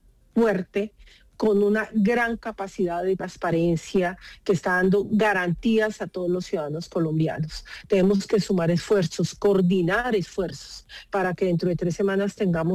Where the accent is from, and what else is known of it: Colombia